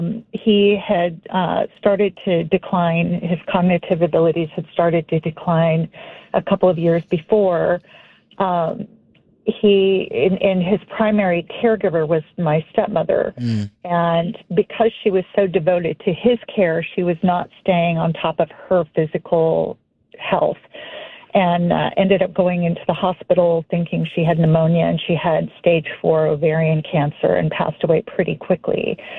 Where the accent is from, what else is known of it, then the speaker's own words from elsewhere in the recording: Texas, United States; now in Brookfield, United States; So I grew up in Texas